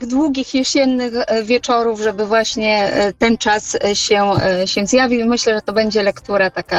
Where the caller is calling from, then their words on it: Łomża, Podlaskie Voivodeship, Poland; A z Łomży.